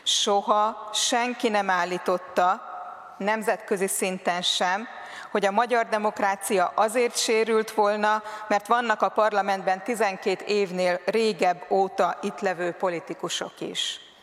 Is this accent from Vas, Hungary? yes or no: yes; Sárvár, Vas, Hungary; Az én szülővárosom Sárvár, és sokáig kimutatható, hogy a családunk ott élt.